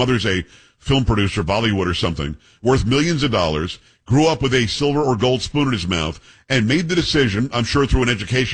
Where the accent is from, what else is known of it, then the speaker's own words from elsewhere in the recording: New York, United States; now in Texas, United States; I'm from New York originally. Been in Texas a long time, but I'm from New York originally.